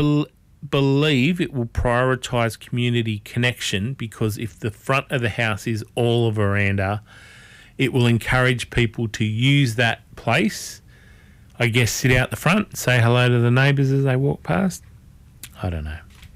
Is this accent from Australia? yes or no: yes; Australia; I don't know whether people see the stress on my face, or because I'm Australian they let me get away with it